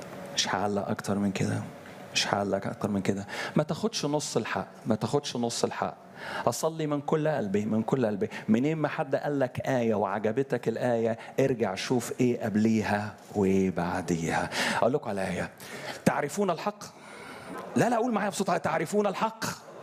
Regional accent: Upper Egypt, Egypt; زي ما كان يقول عندنا في الصعيد

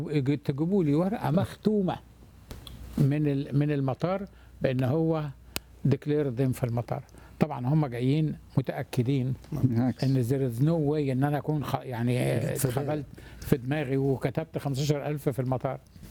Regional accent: Egypt; now in United States; انا امريكاني مصري جزائري

